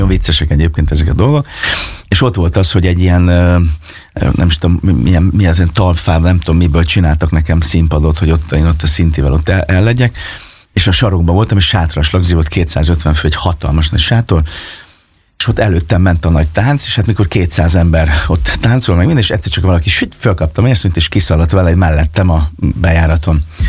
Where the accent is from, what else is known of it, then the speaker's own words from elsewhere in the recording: Fényeslitke, Szabolcs-Szatmár-Bereg, Hungary; also born or lived in Kisvárda; Hát ugye én Fényeslitkén nőttem föl, és Kisvárdán születtem, és hát ott a megyében, ahova hívtak